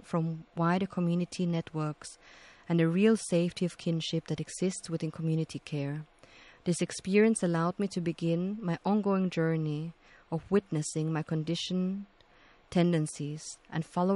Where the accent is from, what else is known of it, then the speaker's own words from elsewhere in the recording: London, United Kingdom; I was raised in North London, in a lower middle class, predominantly black family, in a majority white neighborhood